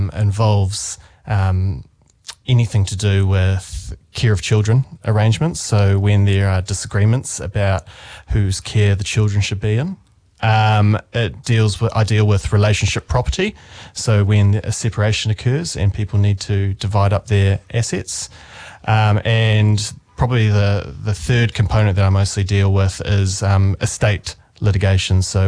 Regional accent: Christchurch, Canterbury, New Zealand; moved away as an adult; also born or lived in Dunedin; So I grew up in Christchurch originally. And then after high school, I ventured even further south to Dunedin, to Otago University to study law there.

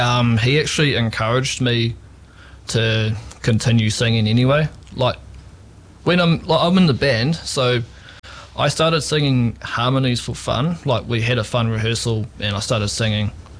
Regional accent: New Plymouth, Taranaki, New Zealand; I grew up here in New Plymouth. Have lived in many places around the place, many suburbs. I'm currently based out in Arukura

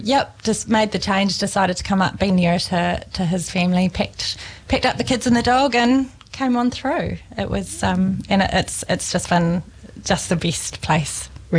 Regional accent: Wellington, New Zealand; moved away as an adult; now in Taranaki, New Zealand; I'm a Wellingtonian born and bred. Came here in 2022

